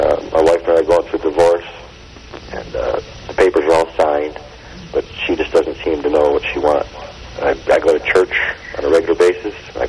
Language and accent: English; New York, United States; Yes, I'm from New York.